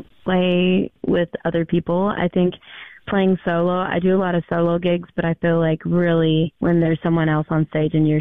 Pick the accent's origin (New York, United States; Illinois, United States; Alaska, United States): Alaska, United States; now in Denver, United States; I'm from the Eagle Clan, and I'm Simshian and Sukpiak. I grew up in Alaska, and I'm currently based in Denver, Colorado.